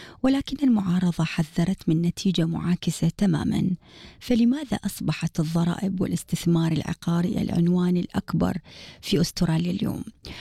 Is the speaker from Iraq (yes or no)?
yes; Iraq; now in Australia; إحنا لما كنا صغار بالعراق